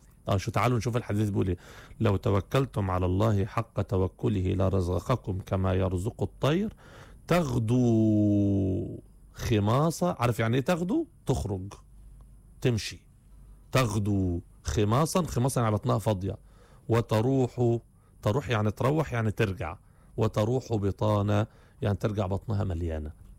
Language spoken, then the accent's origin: Arabic; Egypt; خرجنا من القرية للمركز عندنا، وخرجنا من المركز للمحافظة، وخرجنا من المحافظة لأرجاء مصر